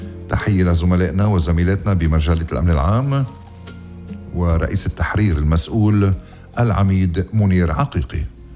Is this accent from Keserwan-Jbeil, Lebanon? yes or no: yes; Ghazir, Keserwan-Jbeil, Lebanon; born there; ضيعتين حلوين كتير، مسقط رأسي غزير وشنانعير المجاورة.